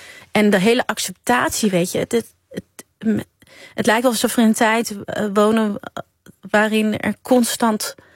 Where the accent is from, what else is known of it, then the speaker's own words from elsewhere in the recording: Nieuwegein, Utrecht, Netherlands; also born or lived in Amsterdam; now in a village near Utrecht, Netherlands; Ik ben van Amsterdam verhuisd naar een klein dorp vlakbij Utrecht. Dus ik ben Utrecht een beetje aan het... Nee, ik kom ook uit Nieuwegein oorspronkelijk, maar ik ben nog meer van Utrecht gaan houden de laatste paar jaar.